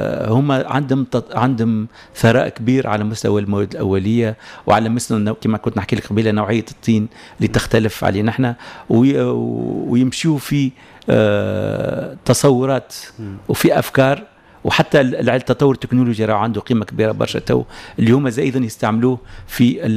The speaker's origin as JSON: {"language": "Arabic", "country": "Tunisia", "said": "مش بقية الدول العربية الكل نلقاو فيها التصوف بما كان موجود عندنا في تونس. يعني التجارب التونسية فيها ذاكرة تونسية"}